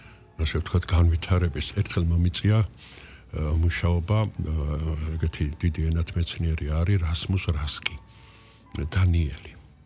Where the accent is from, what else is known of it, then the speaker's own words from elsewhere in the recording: Tbilisi, Georgia; born there; მე ჭავჭავაძის ქუჩაზე დავიბადე ოპერის მაღლა 5 ნომერში